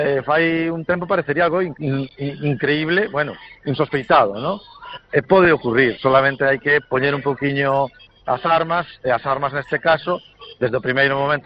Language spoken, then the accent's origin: Galician; Bañobre, Galicia, Spain; eu digo polo meu pueblo, non, Bañobre, quer dicir, non somos nin concello, temos unha verbena, non?